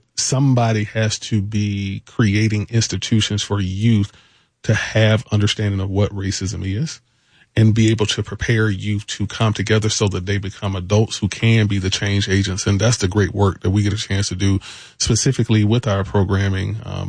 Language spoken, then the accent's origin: English; Atlanta, Georgia, United States; moved away; I was born and raised in the Bankhead community and just recently moved back there at age 50, along with my wife, Kelly.